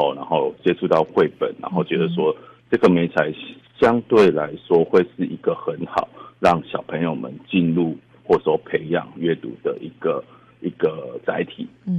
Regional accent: Haifeng, Pingtung County, Taiwan; 因为我是海丰长大的小孩嘛，那从小到大这40年来其实我们那边没有一个正规的书店，甚至于我常常在说连一间所谓的文具行都没有。

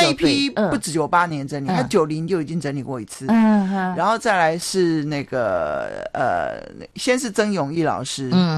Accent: Taoyuan, Taiwan; 我桃园人啊

